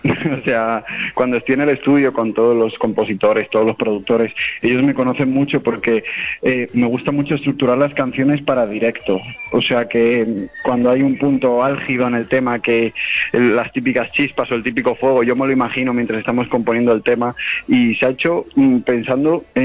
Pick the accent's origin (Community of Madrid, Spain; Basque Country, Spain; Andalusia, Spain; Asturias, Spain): Community of Madrid, Spain; Coslada; yo soy de Madrid, soy de Coslada